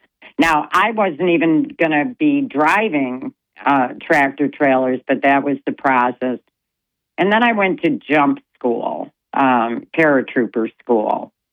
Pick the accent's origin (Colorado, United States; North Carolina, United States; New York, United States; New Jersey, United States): New York, United States; Rochester; moved away as an adult; I grew up in Rochester, New York. And then I went in the military right after high school.